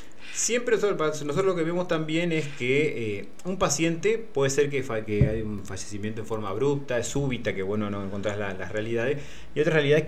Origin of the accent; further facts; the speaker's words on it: Diamante, Entre Ríos, Argentina; also born or lived in Victoria, Entre Ríos; Yo nací en Victoria y a los 3 meses que nací, 3-4 meses, bueno, se vinieron a vivir acá mi papá con mi mamá y ya quedé como un diamantino más